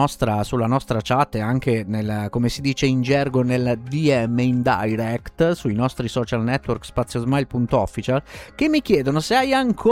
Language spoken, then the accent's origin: Italian; Calabria, Italy